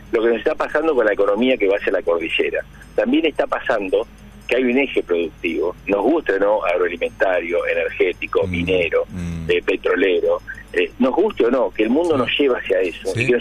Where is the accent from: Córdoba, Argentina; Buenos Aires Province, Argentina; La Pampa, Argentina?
Buenos Aires Province, Argentina; ¿Por qué en el interior a los bonaerenses nos ven tanto como porteños?